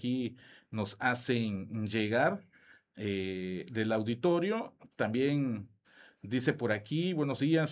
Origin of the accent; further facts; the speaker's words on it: Aldama, Mexico; Somos del Manguito Segovia, allá de Aldama, segunda sección.